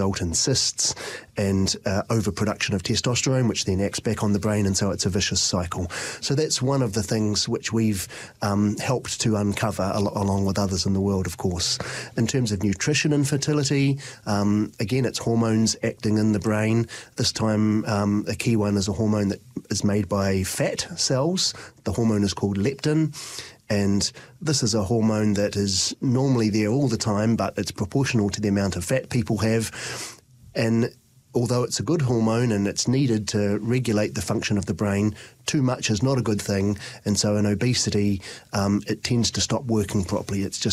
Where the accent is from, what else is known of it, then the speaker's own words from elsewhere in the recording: Christchurch, Canterbury, New Zealand; when I grew up in Christchurch